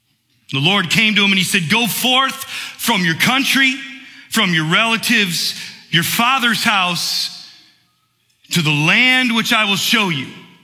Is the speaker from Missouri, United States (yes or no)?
no; Michigan, United States; I grew up here in Michigan.